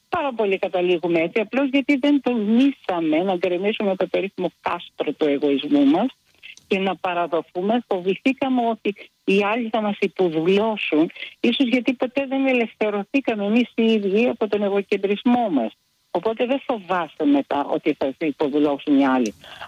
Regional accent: Greece

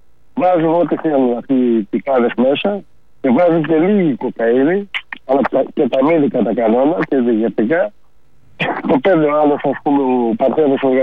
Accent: Karditsa, Thessaly, Greece; Να σκεφτείτε στην Καρδίτσα, επειδή η πατρίδα μου το λέω

